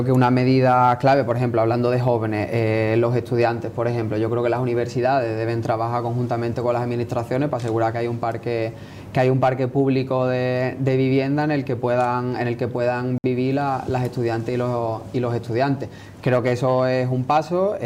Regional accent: Conil de la Frontera, Andalusia, Spain; yo soy de Coni, mi padre es de Coni, mis padres viven ahí

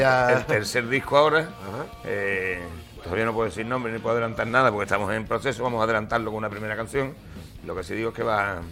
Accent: El Bosque, Andalusia, Spain; Nosotros, que somos del Bosque, aunque uno es de Huelva

